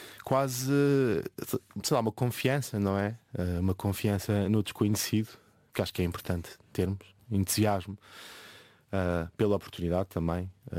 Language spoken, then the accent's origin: Portuguese; Lisbon, Portugal; Sim, eu cresci em Lisboa, mas não cresci mesmo no centro de Lisboa.